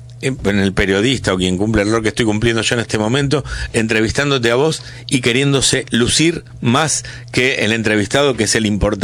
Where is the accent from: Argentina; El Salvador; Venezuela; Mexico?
Argentina